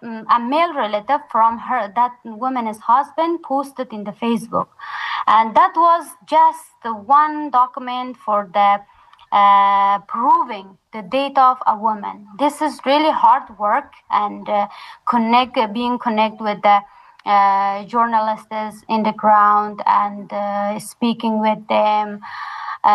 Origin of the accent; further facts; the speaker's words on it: Takhar, Afghanistan; moved away as an adult; also born or lived in Pakistan; now in Tanzania; my hometown, Tahar